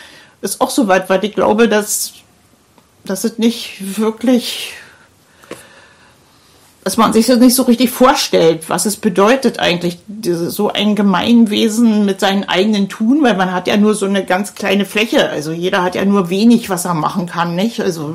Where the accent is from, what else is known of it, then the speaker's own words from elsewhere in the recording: Berlin, Germany; in Berlin, wo ich herkomme, dass die Leute bereit wären, so viel Arbeit zu investieren